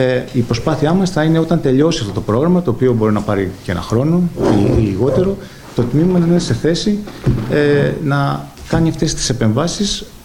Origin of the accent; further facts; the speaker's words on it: Lesbos, North Aegean, Greece; moved away; από την πατρίδα μου